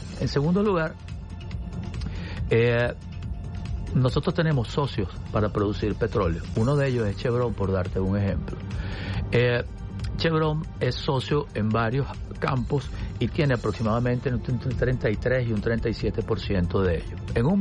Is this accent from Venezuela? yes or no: yes; Venezuela; es que yo como venezolano lo siento en mi bolsillo